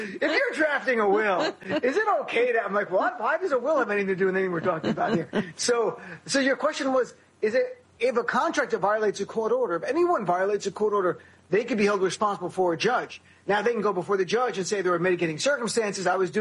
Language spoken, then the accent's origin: English; New Jersey, United States; Yeah, I'm also from Jersey. That's how we do elections.